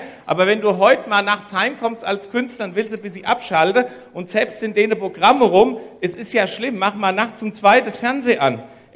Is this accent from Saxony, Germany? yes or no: no; Hesse, Germany; Wir haben ja noch Hausgeburte bei uns in Oberhessen. Ich komme jetzt wirklich auch aus Oberhessen. Da kennt man das noch.